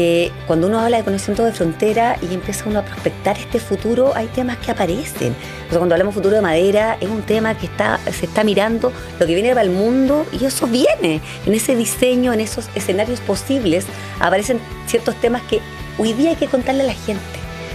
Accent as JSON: {"language": "Spanish", "country": "Chile", "said": "Yo soy súper fan de mi país."}